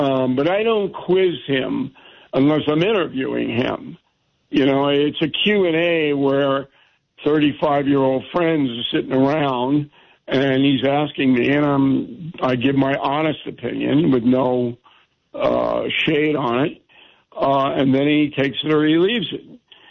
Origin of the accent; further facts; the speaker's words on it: Levittown, New York, United States; I'm from Levittown.